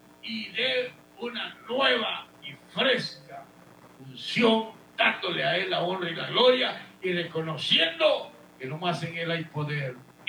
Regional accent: Guatemala; moved away; Así voy a mandar un cordial saludo hasta allá, Guatemala, mi tierra natal.

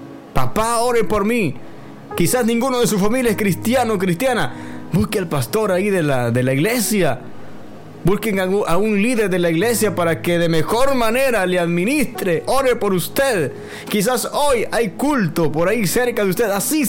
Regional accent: El Salvador; somos testigos, los salvadoreños

